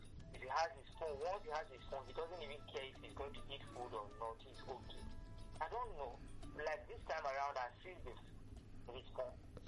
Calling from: Ikeja, Lagos, Nigeria; calling you from Ikeja.

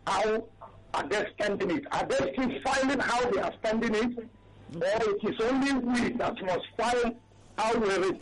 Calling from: Ojo, Lagos, Nigeria; I'm calling from Ojo.

